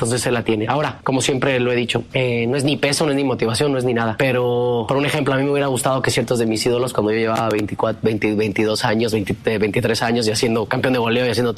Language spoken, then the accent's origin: Spanish; Mexico